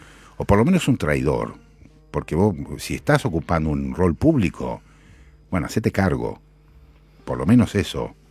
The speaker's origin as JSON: {"language": "Spanish", "country": "Argentina", "said": "somos muchos los argentinos que estamos en eso"}